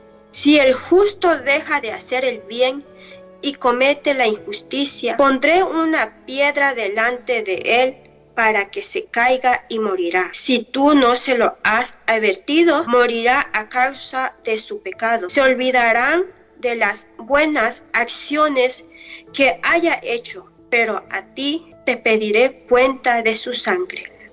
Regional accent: Guerrero, Mexico; first language Mixtec; Spanish is a second language; now in Arkansas, United States; Yo soy de aquí, de la comunidad de Arkansas, pero yo vengo de México, Guerrero. Vengo de un pueblito llamado Xitomacla. Decía que el pueblo de Tomatillo en español.

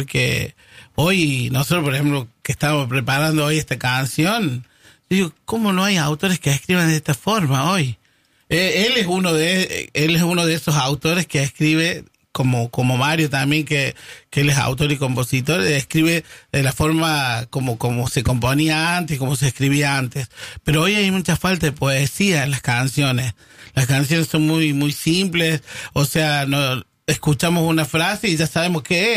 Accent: Córdoba, Argentina; accent: Cordoban tonada; El gran problema de Córdoba es los cordobeses. Estamos como plaga en todos lados. Donde llegamos, no sé, bueno, será por nuestro tono, ¿no? Por nuestra tonadita, pero no nos podemos escapar en ningún lado.

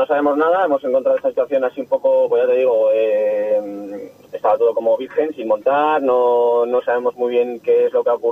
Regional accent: León, Castile and León, Spain; Encima ya sabes que yo y Humbert, mi hermano, somos de León, estamos aquí en la provincia y nos encantaba venir aquí a tocar.

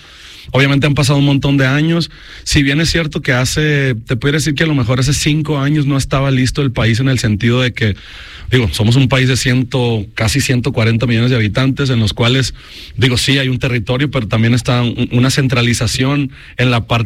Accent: Mexico; nosotros siempre como mexicanos estamos

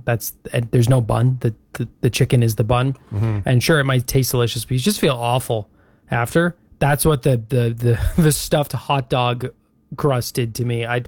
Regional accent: Ireland; Cabbage? I'm Irish. I love cabbage, but I don't think I'd put cabbage on pizza.

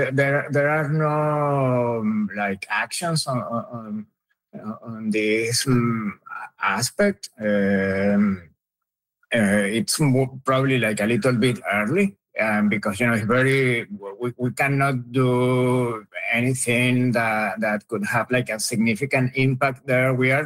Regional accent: Caracas, Capital District, Venezuela; English is a second language; They are in Caracas. I'm originally from Caracas.

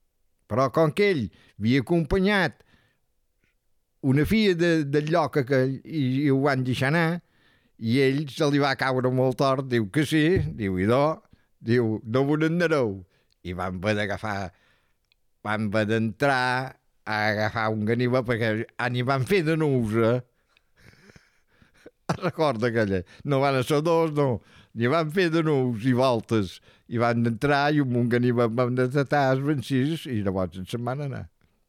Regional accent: Es Mercadal, Balearic Islands, Spain; born there; Vaig néixer a Sant Jordi, terme de Mercadal. Vaig néixer dia 17 del 10 del 43.

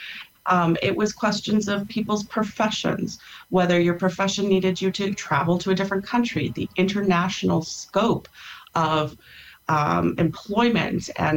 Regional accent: Canada

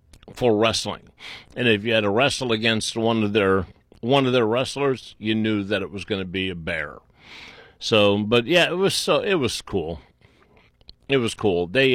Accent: Willowick, Ohio, United States; When I was growing up in Willowick, I mean, it was house.

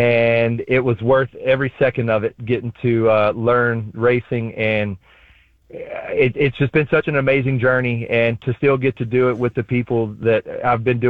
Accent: Rosemark, Tennessee, United States; Oh yeah, I grew up in Rosemark, right off Austin Peay. Graduated from Bolton High School. My dad was born in Memphis.

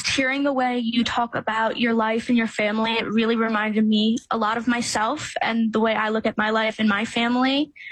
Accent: Haddon Heights, New Jersey, United States; I grew up here in South Jersey.

